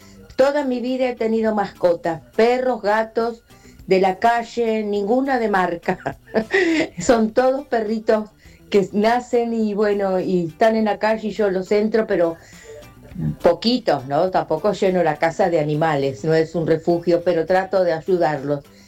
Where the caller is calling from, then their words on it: Moreno, Buenos Aires Province, Argentina; de acá de la localidad de Moreno.